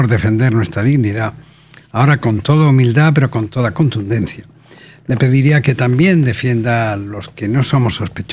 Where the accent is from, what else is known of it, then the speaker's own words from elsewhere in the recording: Spain; moved away; en mi originaria España.